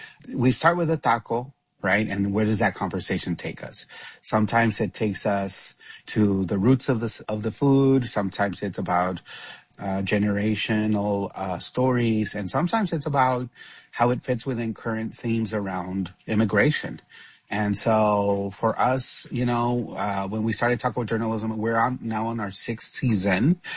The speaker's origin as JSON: {"language": "English", "region": "Texas", "country": "United States", "tie": "born or raised there", "said": "I am Mexican. I'm Latino growing up in Texas"}